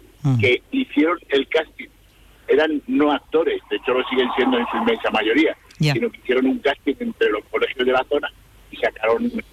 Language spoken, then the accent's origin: Spanish; Cádiz, Andalusia, Spain; yo creo que somos gaditanos puntuales, españoles puntuales, y ejercemos de tal.